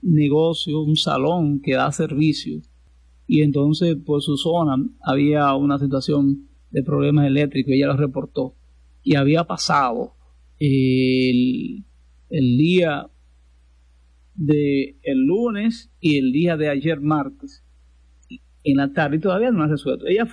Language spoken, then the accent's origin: Spanish; San Francisco de Macorís, Duarte, Dominican Republic; También el sector 27 de febrero allá en San Francisco de Macorís, en mi pueblo amado